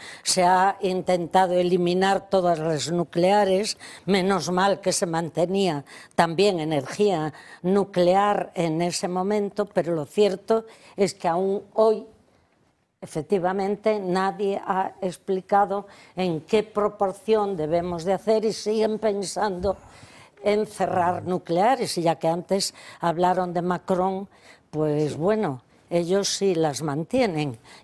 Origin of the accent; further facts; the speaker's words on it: Galicia, Spain; yo recuerdo de niña con qué alegría, pues cuando entonces en Galicia, en mi tierra